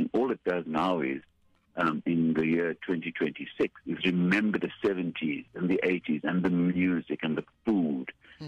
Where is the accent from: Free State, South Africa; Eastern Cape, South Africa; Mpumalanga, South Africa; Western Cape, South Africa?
Western Cape, South Africa; Cape Town; also born or lived in Durban; now in Johannesburg, South Africa; While I was born and raised in Cape Town, I was certainly qualified and skilled in Durban and professionalized in Johannesburg. And in all of those times, I tended to live in displaced communities.